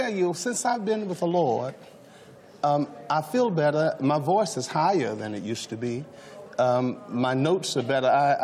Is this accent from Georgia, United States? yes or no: yes; Macon, Georgia, United States; moved away; being from my hometown, Macon, Georgia, where I'm from a little boy